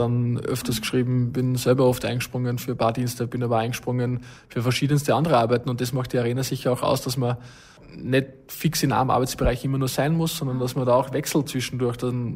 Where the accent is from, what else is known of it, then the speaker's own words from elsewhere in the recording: Vienna, Austria; Ich bin in Wien aufgewachsen, aber mit Elternhaus oder Großelternhaus in Oberösterreich.